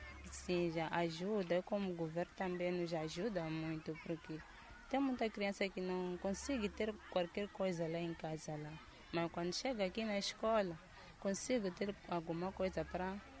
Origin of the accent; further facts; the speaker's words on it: Macaneta, Maputo, Mozambique; sou daqui de Macaneta, Macaneta 2.